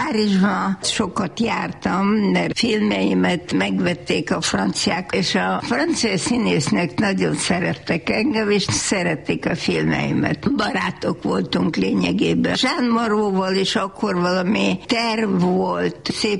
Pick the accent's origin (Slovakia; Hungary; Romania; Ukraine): Hungary; Annyit beszélgettünk, hogy Magyarországról jövök.